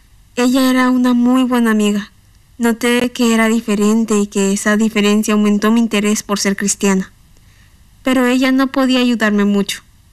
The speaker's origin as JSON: {"language": "Spanish", "country": "Iran", "tie": "born or raised there", "said": "Me preocupaba que al regresar a mi ciudad natal, la gente supiera que era cristiana."}